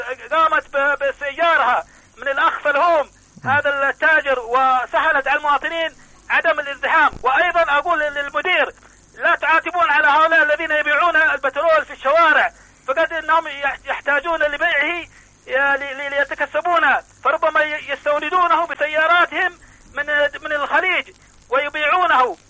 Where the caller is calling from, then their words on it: Seiyun, Hadhramaut, Yemen